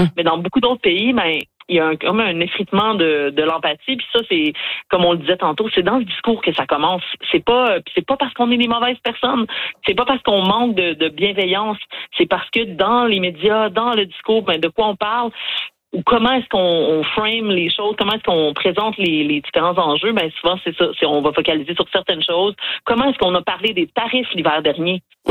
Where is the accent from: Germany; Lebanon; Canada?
Canada; Sherbrooke, Quebec; also born or lived in Montreal; now in Gatineau, Canada; Je viens de Sherbrooke, j'habite à Montréal, j'habite maintenant à Gatineau.